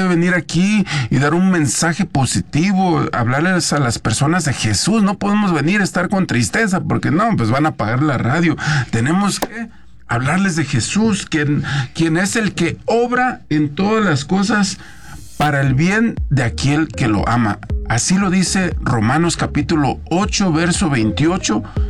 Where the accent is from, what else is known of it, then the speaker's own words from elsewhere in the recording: Guanajuato, Mexico; no, de verdad, yo soy de Guanajuato, pero ahorita que estoy sacando mi pasaporte, me pidieron el acta de nacimiento de mi papá y de mi mamá.